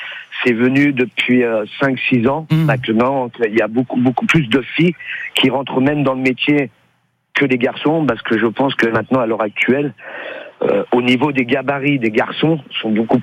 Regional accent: Nancy, Grand Est, France; moi je suis d'originaire de Nancy, donc je suis né à Nancy, à Villers-les-Nancy, alors que ça s'appelait le Poilu d'Orient. J'avais toute la famille du côté de ma mère qui y habitait.

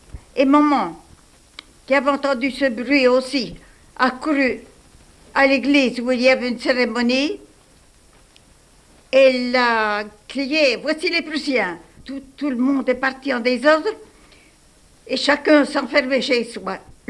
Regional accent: Bourgogne-Franche-Comté, France; born there; now in Nancy, France; Je suis née en 1861, en Haute-Saône, à Dampierre-sur-les-Notes.

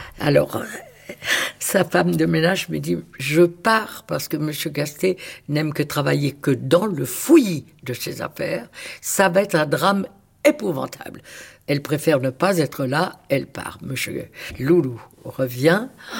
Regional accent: North, France; je fais le ménage parce que je viens du Nord

